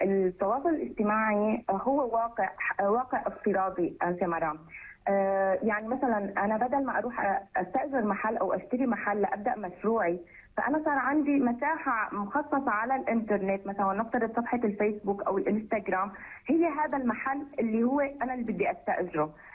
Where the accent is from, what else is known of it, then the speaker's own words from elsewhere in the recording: Syria; عندنا في سوريا